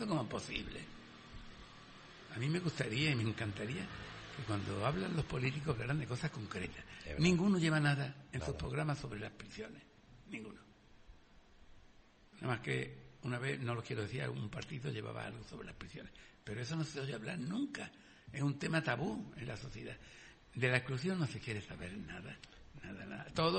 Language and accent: Spanish; Jerez, Andalusia, Spain; El chicle, yo soy de Jerez, conozco el chicle, que ha pegado.